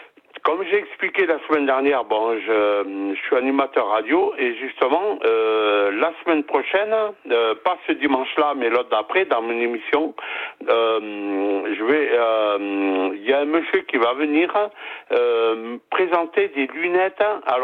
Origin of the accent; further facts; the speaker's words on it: Nouvelle-Aquitaine, France; now in Bordeaux, France; ça fait 21 ans que j'habite à Bordeaux, mais je suis originaire du Béarn, à côté de Pau.